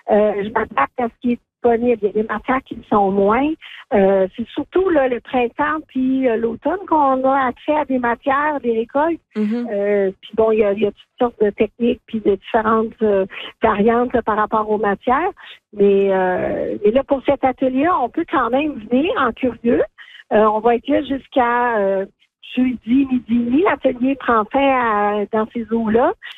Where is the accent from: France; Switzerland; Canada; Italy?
Canada; Quebec; Faut savoir que moi, je viens des Laurentides, j'habite à Val-David.